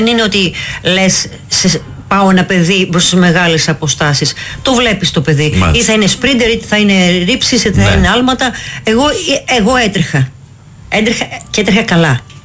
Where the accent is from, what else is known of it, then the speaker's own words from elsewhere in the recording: Patras, Western Greece, Greece; έμενα στη Ταραμπούρα και πήγα μόνη μου, παιδάκι, στο εθνικό στάδιο της Πάτρας